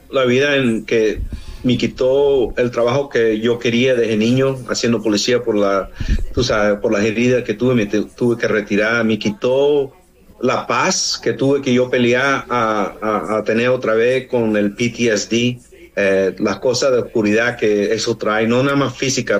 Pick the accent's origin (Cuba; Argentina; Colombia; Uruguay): Colombia; Barranquilla, Atlántico; now in United States; yo soy inmigrante de Colombia y hago lo mejor que yo puedo porque mis padres me enseñaron que vamos a venir a los Estados Unidos, pero también nunca se le olvidará de dónde viniste, que eres barranquillero.